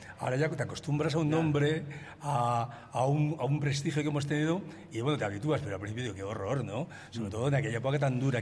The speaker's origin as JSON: {"language": "Spanish", "town": "Madrid", "region": "Community of Madrid", "country": "Spain", "said": "somos de Carabanchel, no de Vallecas."}